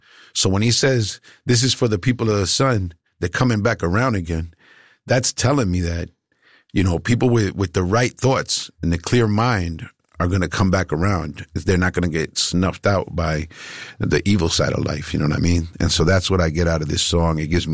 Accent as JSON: {"language": "English", "town": "Queens", "region": "New York", "country": "United States", "said": "I'm coming from Queens. I'm coming from hip hop. I'm not leaning toward this world."}